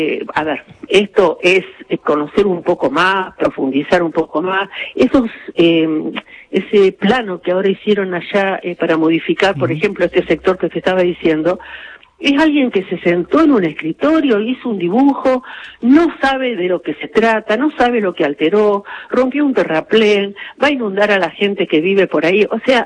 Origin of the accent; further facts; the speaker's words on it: Santa Fe, Argentina; nosotros como santafesinos